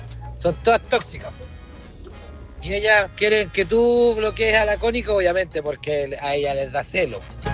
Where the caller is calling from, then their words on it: Temuco, Araucanía, Chile; las mujeres de aquí de Temuco son celosas